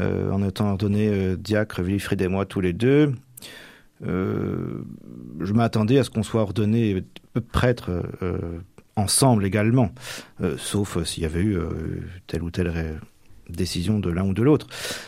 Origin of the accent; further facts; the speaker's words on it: Normandy, France; je suis vraiment originaire de la Manche, hein, même si je suis originaire du Nord-Manche, mais ma région natale, le Val-de-Serre, on se rend compte qu'il y a la terre et la mer.